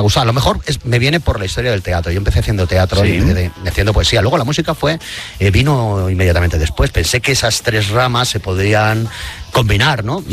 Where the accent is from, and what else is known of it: Benetússer, Valencian Community, Spain; born or raised there